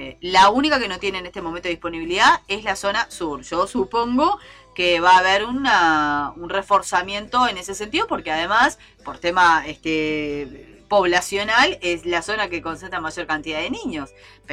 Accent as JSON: {"language": "Spanish", "town": "Pando", "region": "Canelones", "country": "Uruguay", "said": "Yo soy de Pando"}